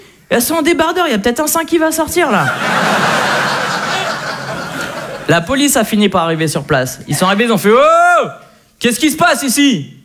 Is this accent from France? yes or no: yes; Le Havre, Normandy, France; moved away as an adult; also born or lived in Neuilly-sur-Seine; now in Paris, France; je fais du stand-up depuis un moment. Moi, je suis originaire du Havre.